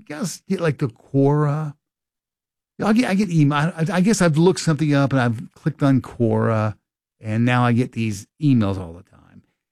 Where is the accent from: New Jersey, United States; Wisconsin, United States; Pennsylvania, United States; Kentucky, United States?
Kentucky, United States; I grew up in Kentucky on the Ohio River, and all of the radio stations and TV stations that I watched and listened to were Indiana stations